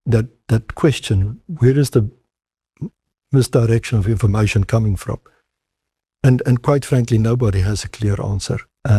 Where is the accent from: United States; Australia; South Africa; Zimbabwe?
South Africa; I mean, I'm an Afrikaner from South Africa myself, and I can sa